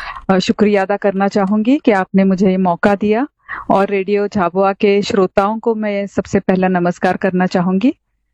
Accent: Pune, Maharashtra, India; मैं पुणे की रहने वाली हूँ, और जैसे हम मराठी में बोलते हैं कि पुणे तिथे काय उणे, मतलब पुणे में किसी चीज की कोई कमी नहीं है. It is a cultural capital, वहाँ एजुकेशनल हब है

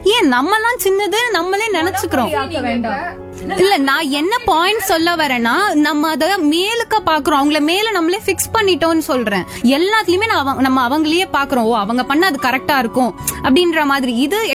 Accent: Tamil Nadu, India; என்னோட ஸ்டேட்ல இருக்கு தமிழ்நாட்டுல

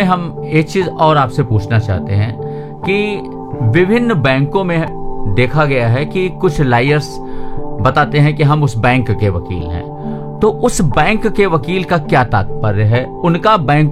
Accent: Gonda district, Uttar Pradesh, India; मैं गोंडा जनपद का निवासी हूं

